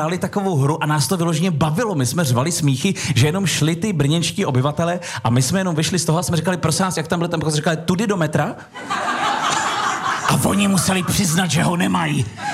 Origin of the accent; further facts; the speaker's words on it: Sokolov District, Karlovy Vary Region, Czechia; my Západočeši a já ještě rodák ze Sokolovska, z Karlovarska, tak jsou výrazy, kterými máme je v krvi. My zaplať pánbů k té spisovné nebo obecné češtině máme hodně blízko, není to rozdíl, ale máme výrazy, nad kterýma se pozastaví někdo jiný z jiný části